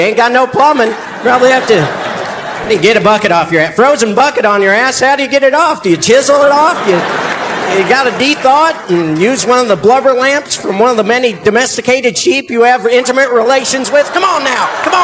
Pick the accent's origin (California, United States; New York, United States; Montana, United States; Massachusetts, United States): Montana, United States; also born or lived in Texas; I'm from Montana originally, which... Wow, even this audience. Really? Okay, take it easy. I moved to Texas, and everyone there thought it was okay to apologize for me. Because, like, hey, I'm from Montana.